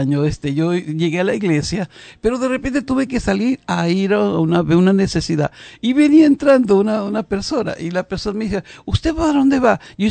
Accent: Venezuela; Yo soy un apostólico venezolano.

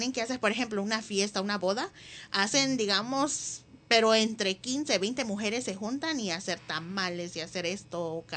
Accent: Guatemala; moved away; cuando yo vine acá, la mayoría de mis hermanos guatemaltecos

